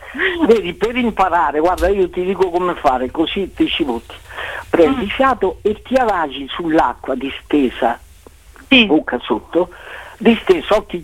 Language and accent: Italian; Recanati, Marche, Italy; Io sono di Recanati